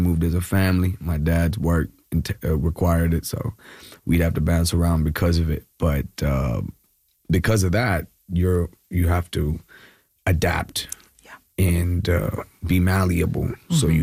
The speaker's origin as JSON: {"language": "English", "region": "Kerala", "country": "India", "lives_now": "Bangalore, India"}